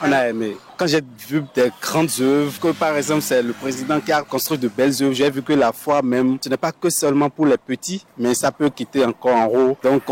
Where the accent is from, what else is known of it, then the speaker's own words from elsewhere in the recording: Cotonou, Littoral, Benin; on vient de Cotonou.